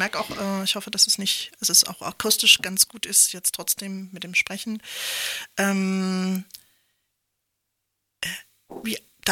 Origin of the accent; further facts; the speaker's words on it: eastern Germany, Germany; Ich bin ja im Osten groß geworden, also die ganzen Mütter haben gearbeitet, also bis auf, was weiß ich, 5%.